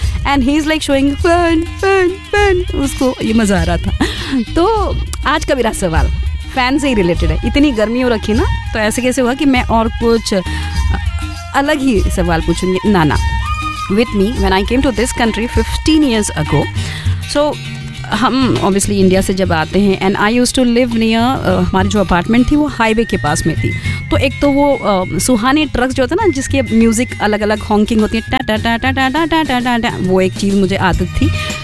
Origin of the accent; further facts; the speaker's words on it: Akola, Maharashtra, India; now in United Kingdom; मैं अकोला जिस शहर से आती हूँ वहाँ पे तो ऐसा लगता है कि सूर्य देवता हमेशा मेहरबान रहते हैं। वो स्पॉटलाइट होता ना वैसे धूप। Okay, so I have grown up in temperatures जहाँ पे हमेशा 40s में टेम्परेचर रहता है।